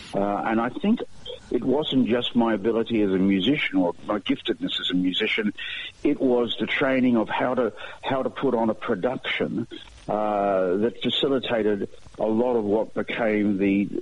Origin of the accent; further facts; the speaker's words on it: Sydney, New South Wales, Australia; 1955, which makes me 70 this year, which is an extraordinary thought. I was born on Sydney's North Shore in Killara. So we were sort of born into a community of old money